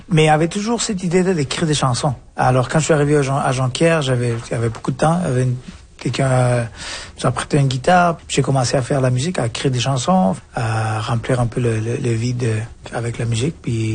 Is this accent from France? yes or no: no; Colombia; also born or lived in Quebec; now in Alberta, Canada; je viens de la Colombie, mais j'habitais au Québec, alors je viens de Québec, du Québec aussi. Puis quand je vais ailleurs, je viens de la Colombie, j'ai passé par le Québec, mais je viens de l'Alberta.